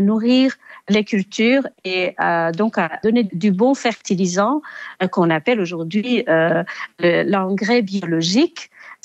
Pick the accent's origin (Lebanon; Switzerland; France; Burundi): Burundi; Mugomera; now in Belgium; je suis née à Mugomera dans le sud du Burundi.